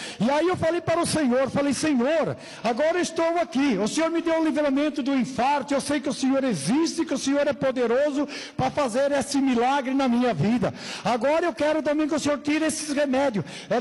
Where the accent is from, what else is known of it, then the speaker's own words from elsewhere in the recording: Jundiaí, São Paulo, Brazil; Eu sou lá da cidade de Jundiaí.